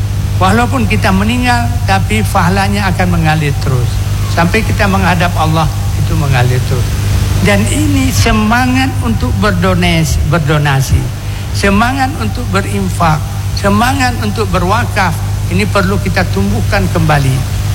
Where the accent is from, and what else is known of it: Aceh, Indonesia